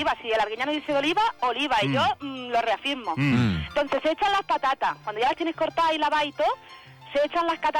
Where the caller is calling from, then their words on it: Badalona, Catalonia, Spain; Yo en Pomar.